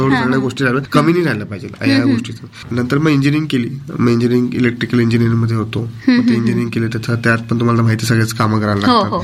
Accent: Jalgaon, Maharashtra, India; born there; also born or lived in Mumbai; हो, मी जळगावच आहे.

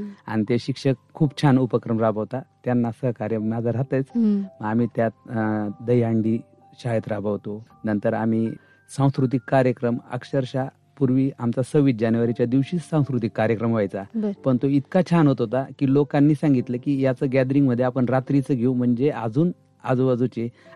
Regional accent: Pimpalner, Maharashtra, India; moved away as an adult; माझं बालपण आणि शिक्षण पिंपळनेर धुळे जिल्ह्यात.

